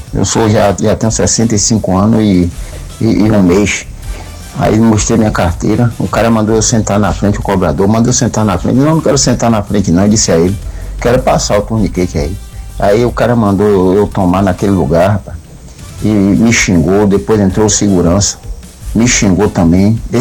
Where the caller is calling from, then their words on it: Salvador, Bahia, Brazil; sou de Cajazeira, moro em Cajazeira.